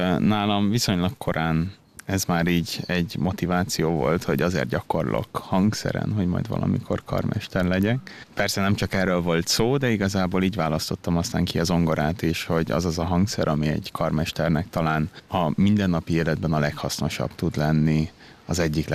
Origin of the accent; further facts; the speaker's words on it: Budapest, Hungary; born there; Én Budapesten születtem